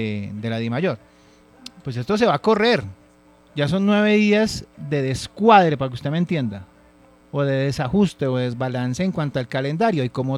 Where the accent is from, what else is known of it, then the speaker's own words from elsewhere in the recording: Colombia; Nos toca obviamente como colombianos